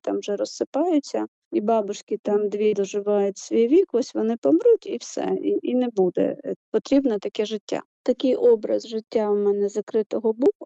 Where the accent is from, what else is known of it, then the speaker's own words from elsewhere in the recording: Chornomorsk, Odesa Oblast, Ukraine; Я сама з Одеської області, це місто Іллічівськ. Раніше був, зараз його, на щастя, перейменували на Чорноморськ.